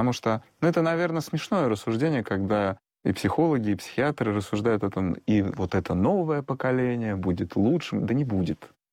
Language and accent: Russian; Russia; born there; там я родился в РФСР, то есть 90-е годы, я помню это все